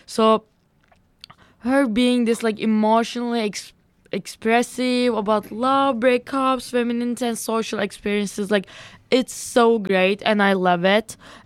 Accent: Izmir, İzmir, Turkey; moved away

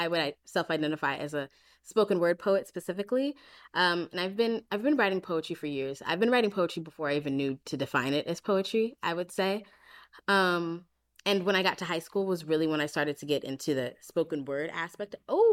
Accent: United States; accent: African American Vernacular English; I am a like a Black scholar in higher education, it's also important that my counterparts kind of see the dialect that not I just grew up

